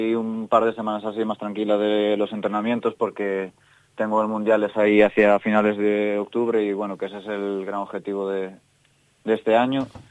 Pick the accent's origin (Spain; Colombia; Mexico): Spain; Pontevedra, Galicia; yo soy de Pontevedra.